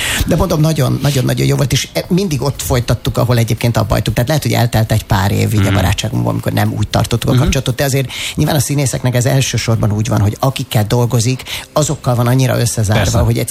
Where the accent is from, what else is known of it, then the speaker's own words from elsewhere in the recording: Budapest, Hungary; amit én már budapestiként már rég megtapasztaltam